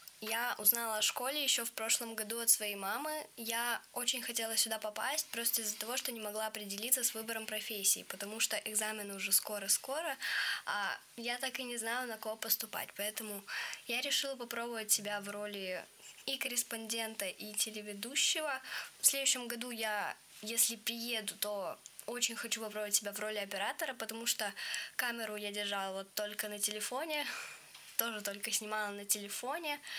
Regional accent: Cherepovets, Vologda Oblast, Russia; Я из Череповца.

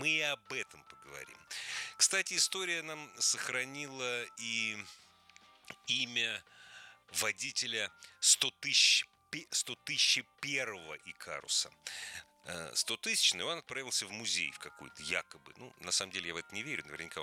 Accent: Moscow, Russia; как и все москвичи по заветам Фазилии Искандера слушаю прогнозы погоды

